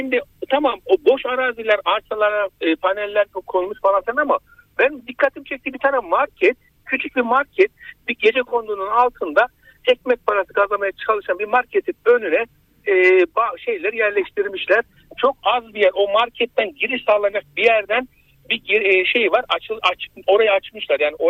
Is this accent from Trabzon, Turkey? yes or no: no; Ankara, Turkey; born there; ben Yeni Doğan doğumluyum aynı zamanda. O tarafları ben iyi bilen birisiyim.